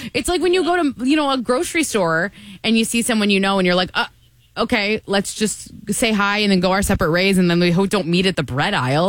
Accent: Michigan, United States; born or raised there

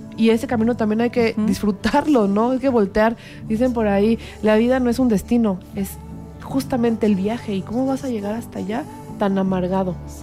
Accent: Mexico; Que en este caso pues somos mexicanos

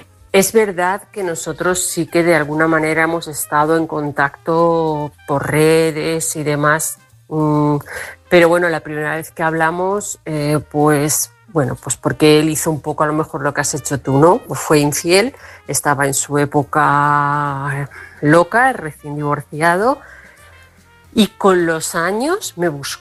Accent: Barcelona, Catalonia, Spain; born there; now in Toledo, Spain; aunque yo vivo en Toledo, pero yo nací en Barcelona de padres extremeños. Ellos se fueron a Barcelona a trabajar

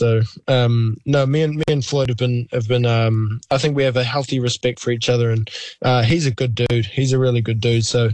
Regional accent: New Zealand; So I'm so grateful that I can be just across the ditch and still be considered the hometown hero. It's been so amazing to come back and have all the support from my from my country, my people.

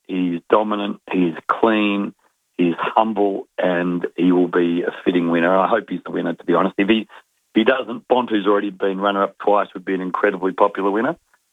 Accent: Mount Pleasant, South Australia, Australia; I grew up in Mount Pleasant, an hour from where you are now, town of 260

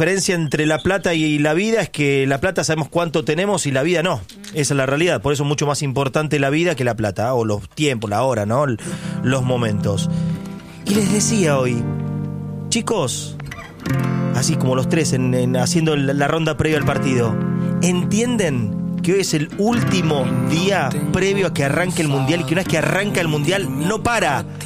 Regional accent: Argentina

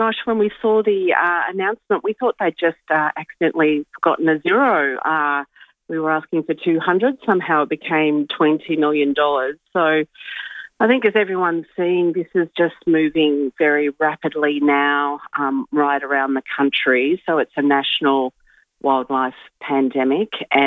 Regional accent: Australia; it's just such a privileged part of being an Australian.

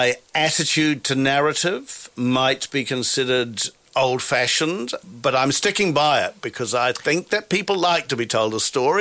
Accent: New Zealand; now in Sydney, Australia; because I grew up in New Zealand, much smaller population.

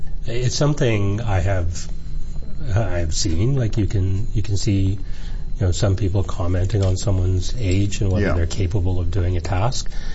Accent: Toronto, Ontario, Canada; I love Toronto. It is my hometown. I think it's, for me, the greatest city in the world.

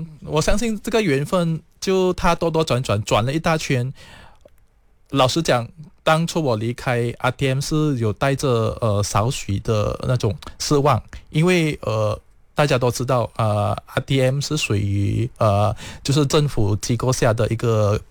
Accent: Kuching, Sarawak, Malaysia; moved away; 那我本身是来自沙拉越古晋，

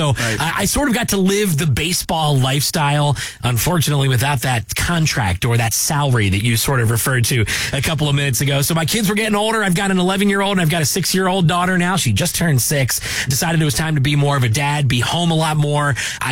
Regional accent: Philadelphia, Pennsylvania, United States; moved away as an adult; now in Deep South, United States; my hometown of Philadelphia to come here to the Deep South, get a job with the Braves Radio Network, where I spent 13 years. I'm 44 years old.

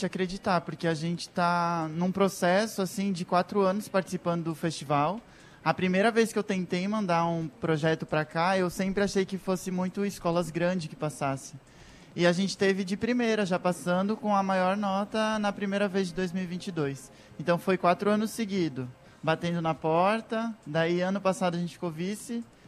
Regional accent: Rio dos Cedros, Santa Catarina, Brazil; A gente é lá de Rio dos Cedros, Santa Catarina, próximo de Blumenau. É uma cidade pequena, reconhecida pelas barragens, pelas regiões dos lagos.

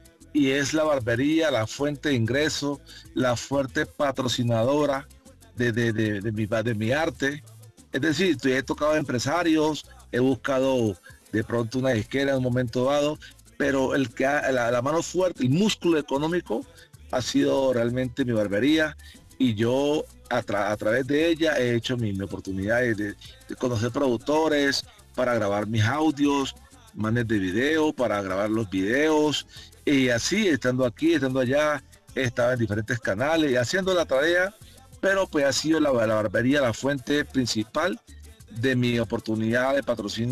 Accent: Buenaventura, Valle del Cauca, Colombia; moved away as an adult; also born or lived in Cali; now in Bogotá, Colombia; arranco en Cali, aprendo el arte, me voy a mi tierra, Buenaventura, y vuelvo a acá, a la ciudad de Bogotá

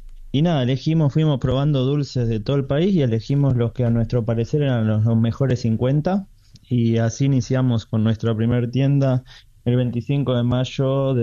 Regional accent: Tandil, Buenos Aires Province, Argentina; now in Buenos Aires, Argentina

